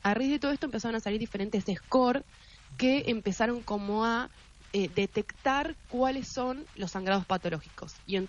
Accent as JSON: {"language": "Spanish", "town": "Concepción del Uruguay", "region": "Entre Ríos", "country": "Argentina", "also_born_or_lived": "Buenos Aires", "moved": "yes", "said": "soy de Concepción, viví muchos años en Buenos Aires y hace 2 años y medio casi que ya estoy viviendo en Concepción"}